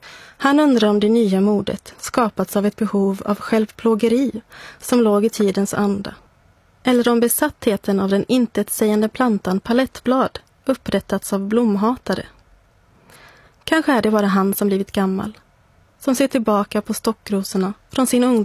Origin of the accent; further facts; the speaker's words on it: Varberg, Halland County, Sweden; moved away; För första gången på 17 år satte jag fot i min gamla hemstad Varberg.